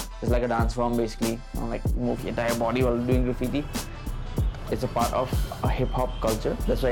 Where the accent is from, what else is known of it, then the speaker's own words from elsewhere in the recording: Shillong, Meghalaya, India; now in Bangalore, India; I'm from Shillong, but I live in Bangalore. Bangalore's chill, so I like it. I'm either second or third generation in India.